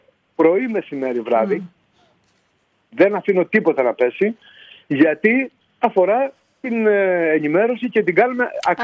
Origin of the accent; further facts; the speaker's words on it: Greece; ως Έλληνες